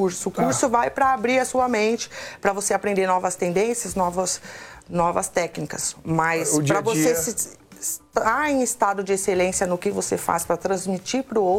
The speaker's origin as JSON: {"language": "Portuguese", "region": "São Paulo", "country": "Brazil", "tie": "born or raised there", "lives_now": "Itapecerica da Serra, Brazil", "said": "Eu nasci em São Paulo e fui criada no Capão Redondo."}